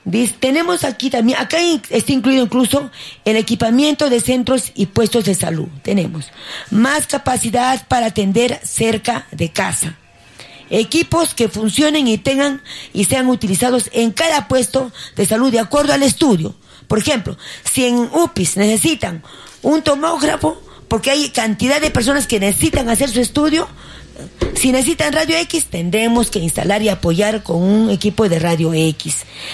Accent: Hunter, Arequipa, Peru; por mi pueblo de Hunter

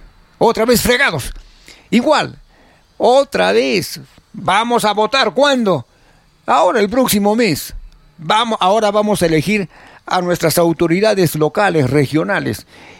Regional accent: Arequipa, Peru; Allí los que votaron por Keiko, aquí, allí los peruanos y como arequipeños igual, ¿no?

